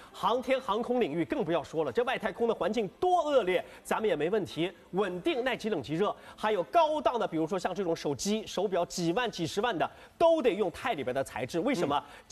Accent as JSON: {"language": "Chinese", "region": "Shanghai", "country": "China", "tie": "born or raised there", "said": "在弄堂长大，"}